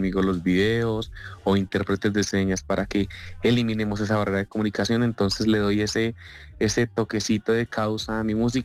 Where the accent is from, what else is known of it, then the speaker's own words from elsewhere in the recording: Bogotá, Colombia; Yo soy Rolo de esos orgullosos de mi querida Bogotá, pero amo representar a mi país.